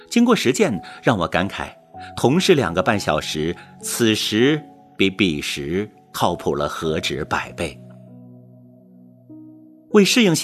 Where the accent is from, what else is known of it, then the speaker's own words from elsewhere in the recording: Harbin, Heilongjiang, China; 原来心仪已久的地铁也进驻了冰城，我的家乡。